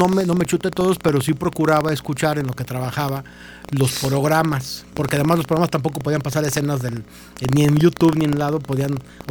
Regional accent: Mexico; México es un país muy hospitalario, que sí que lo somos.

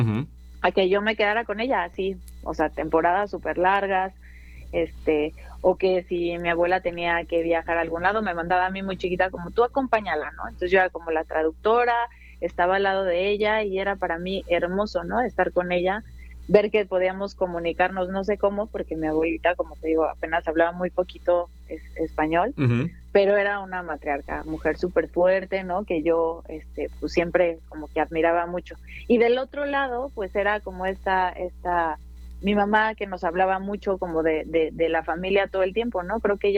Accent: Mexico City, Mexico; mi padre, pues se viene a la Ciudad de México y no nos enseña zapoteco porque a mi papá, pues lo discriminaron, ¿no? O sea, su primer lengua no era el castellano

